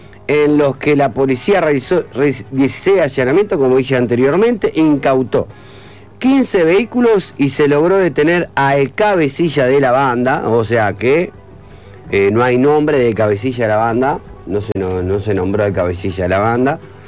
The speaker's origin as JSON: {"language": "Spanish", "country": "Uruguay"}